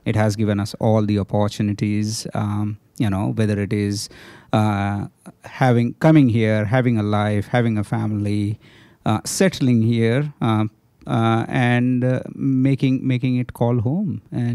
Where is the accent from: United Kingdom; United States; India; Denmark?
India; now in Australia; we were in India and we are here.